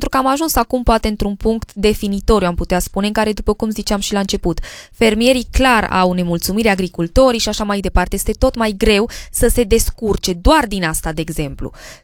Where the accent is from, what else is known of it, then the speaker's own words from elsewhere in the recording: Romania; noi, ca și români, ca și popor, suntem cumva recunoscuți pentru faptul că suntem gospodari